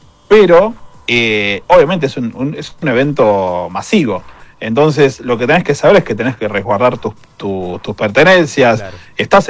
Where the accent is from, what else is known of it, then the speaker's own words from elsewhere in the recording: Azul, Buenos Aires Province, Argentina; born there; now in Buenos Aires, Argentina; yo nací en Azul, soy del interior también, a 300 kilómetros de Buenos Aires, nací hace 22 años que vivo en Buenos Aires, uh-huh. En Capital Federal